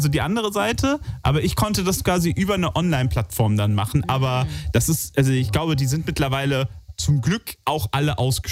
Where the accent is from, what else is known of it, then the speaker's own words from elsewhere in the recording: Alzey, Rhineland-Palatinate, Germany; Aus der Nähe, ja. Ich bin in Alzey groß geworden. Das ist nicht weit weg.